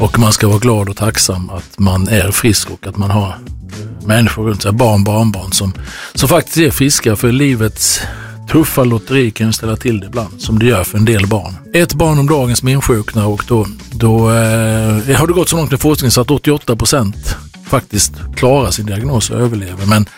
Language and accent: Swedish; Halmstad, Halland County, Sweden; Som är min moderklubb hemma i Halmstad.